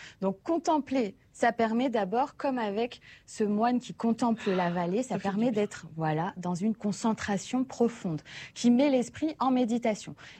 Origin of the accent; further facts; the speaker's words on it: Réunion; c'est un peu une culture chez nous en Outre-mer.